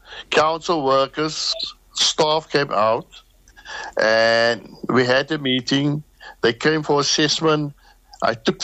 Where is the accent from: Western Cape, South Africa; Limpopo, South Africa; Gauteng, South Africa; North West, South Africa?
Western Cape, South Africa; Cape Town; Because I'm a born and bred Cape Townian. I grew up in District 6, alhamdulillah.